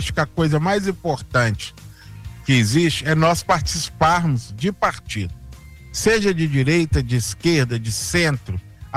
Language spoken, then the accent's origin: Portuguese; Belo Horizonte, Minas Gerais, Brazil; sou nascido em Belo Horizonte